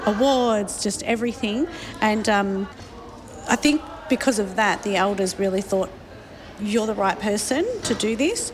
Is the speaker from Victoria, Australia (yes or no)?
yes; Victoria, Australia; I'm a Wurundjeri Jajawarang and Noorai Lamurang woman. They're three clans of the Kulin Nation, and I'm Irish, so I always acknowledge that.